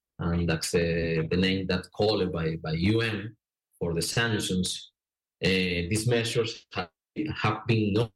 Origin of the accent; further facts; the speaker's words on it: Venezuela; English is a second language; I'm from Venezuela. I remind Venezuela, I don't know, 15 years ago, 20 years ago